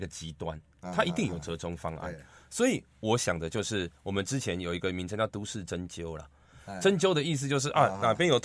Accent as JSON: {"language": "Chinese", "region": "Taipei", "country": "Taiwan", "said": "我们台北人"}